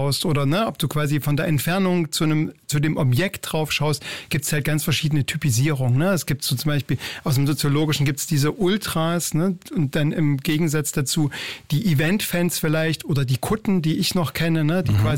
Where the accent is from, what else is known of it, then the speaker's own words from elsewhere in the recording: Leipzig, Saxony, Germany; ich komme aus Leipzig